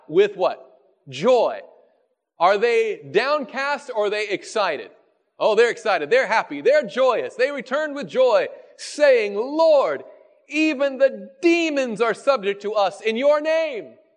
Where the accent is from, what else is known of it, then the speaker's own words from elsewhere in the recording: the South, United States; Now again, I grew up in the South, and we have a saying that something as fast or as quick as greased lightning.